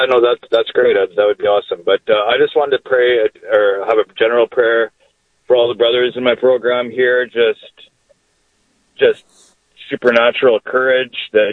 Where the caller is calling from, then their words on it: Steinbach, Manitoba, Canada; Oh, yeah. Well, we're calling from Steinbeck, so.